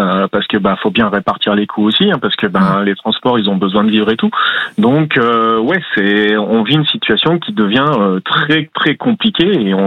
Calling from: Port-des-Barques, Nouvelle-Aquitaine, France; Port des Barques, en Charente-Maritime. C'est juste à côté de Rochefort.

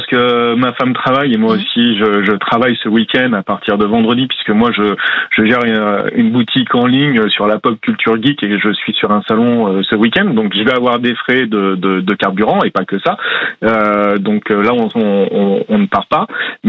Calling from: Port-des-Barques, Nouvelle-Aquitaine, France; Port des Barques, en Charente-Maritime. C'est juste à côté de Rochefort.

